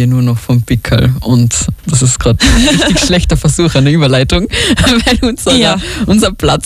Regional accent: Carinthia, Austria; Ich komme aus Kärnten.

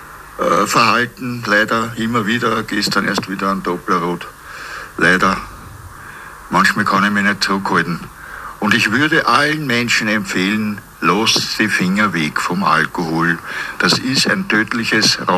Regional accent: Krems, Lower Austria, Austria; now in St. Pölten, Austria; Ich bin eigentlich ein Unterkringer, aber aufgewachsen in Krems und jetzt wohne ich in St. Pölten.

